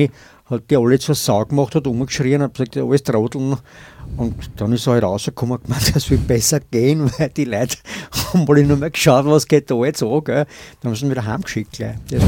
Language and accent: German; Styria, Austria; Weil ich bin in Kohlsdorf aufgewachsen